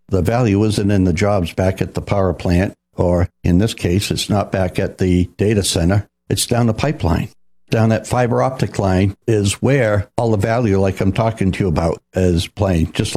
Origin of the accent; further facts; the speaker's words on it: Jay, Maine, United States; Now, I grew up in Jay.